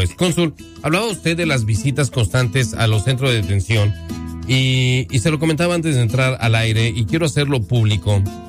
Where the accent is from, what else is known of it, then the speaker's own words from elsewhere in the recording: Mexico; como mexicanos, tenemos que tener la línea de emergencia de nuestro consulado a la mano